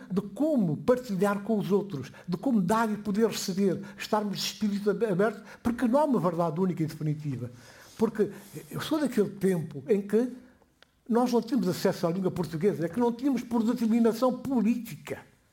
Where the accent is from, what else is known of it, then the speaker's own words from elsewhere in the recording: Guinea-Bissau; first language Guinea-Bissau Creole; Portuguese is a second language; Eu sou da Guiné-Bissau.